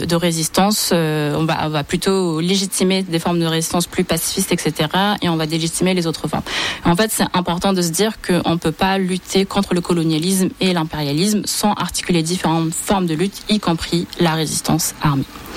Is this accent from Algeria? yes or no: yes; Algeria; en tant qu'Algérien, on a vraiment grandi avec la lutte du palestinien la lutte du peuple palestinien. On la pense comme une continuité de la révolution algérienne.